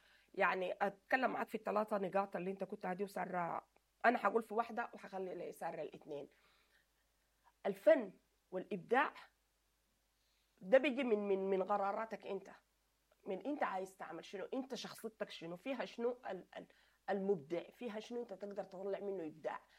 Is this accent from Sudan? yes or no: yes; Sudan; نحن كسودانيين عندنا نظام الأسرة الممتدة